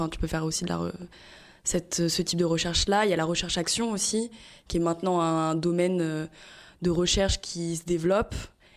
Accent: Paris, Île-de-France, France; moi, je suis parisienne

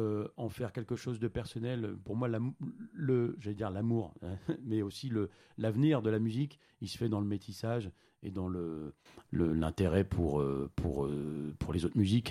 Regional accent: Chartres, Centre-Val de Loire, France; comme je suis originaire de Chartres

